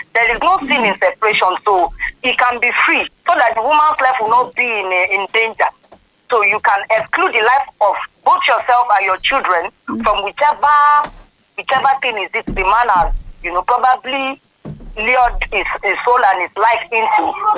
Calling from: Ibadan, Oyo, Nigeria; calling from Ibadan.

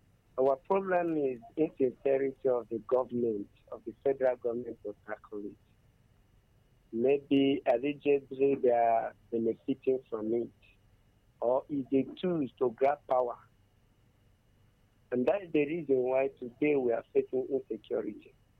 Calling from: Ebonyi, Nigeria; I'm calling from Ebony State.

